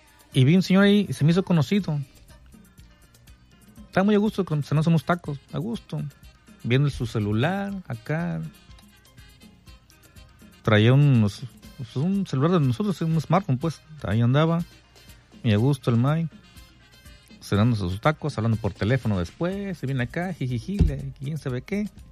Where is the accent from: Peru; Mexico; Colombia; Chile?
Mexico; como el mexicano, siempre somos buenos samaritanos